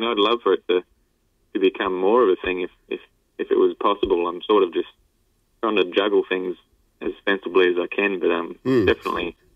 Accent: Dubbo, New South Wales, Australia; also born or lived in Bourke; I grew up, I was born in Bourke, mate, but I mainly grew up in Dubbo, in the central west of New South Wales there, and I grew up raised by a couple of school teachers, big agricultural district, and went to school here

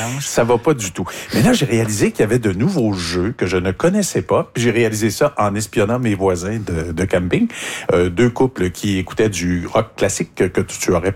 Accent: Quebec, Canada; Il y a 3 parcs éoliens situés chez nous, au Bas-Saint-Laurent, qui font partie de cette entente-là.

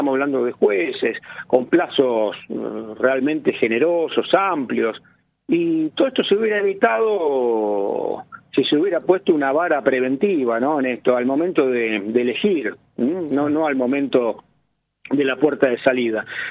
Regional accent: Rosario, Santa Fe, Argentina; Yo voté en Santa Fe, soy rosarino.

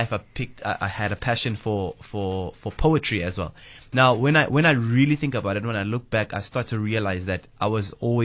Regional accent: Greytown, KwaZulu-Natal, South Africa; also born or lived in Pietermaritzburg; I grew up in a children's home in Greytown, alongside 26 other siblings, who have a similar story, who don't know their parents. It was a predominantly Christian home, and I later on in my life became a Christian.

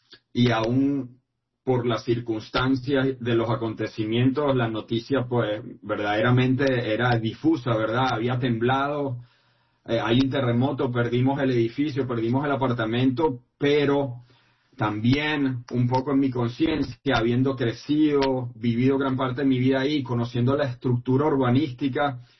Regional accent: Playa Grande, La Guaira, Venezuela; moved away as an adult; now in Puerto Rico; yo crecí y viví gran parte de mi vida en Playa Grande, que ha sido una de las zonas más afectadas de estos dos sismos simultáneos en Venezuela. Yo actualmente vivo en Puerto Rico, pero en Venezuela tenía mi apartamento, mis amistades

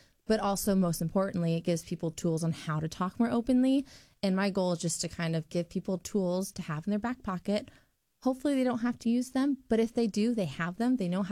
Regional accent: West Des Moines, Iowa, United States; moved away as an adult; also born or lived in Cedar Falls / Atlanta, Georgia; I was born and raised in West Des Moines.

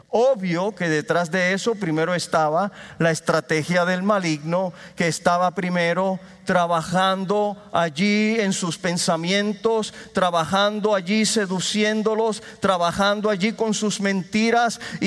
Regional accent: Caguas, Puerto Rico; Yo estoy convencido que a mi pueblo Caguas Dios haya traído esta iglesia

